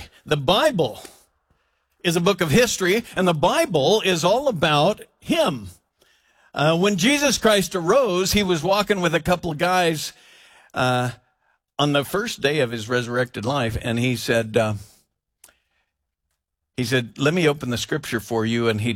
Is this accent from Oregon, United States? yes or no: yes; Oregon, United States; And I was born in Emmanuel Hospital, and I'm an Oregonian, and I love the beauty that we get to live in. And I grew up in the Willamette Valley